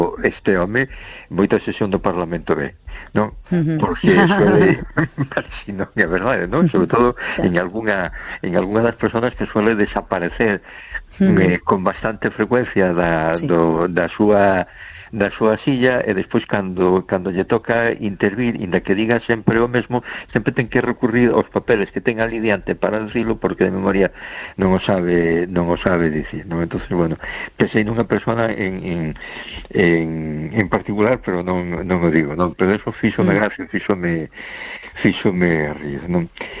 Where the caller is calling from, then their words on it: A Coruña, Galicia, Spain; de Coruña.